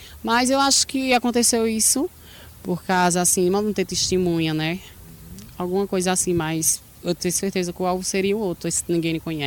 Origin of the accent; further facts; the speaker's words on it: São Bento do Una, Pernambuco, Brazil; Nós somos natural de São Bento do Una, né?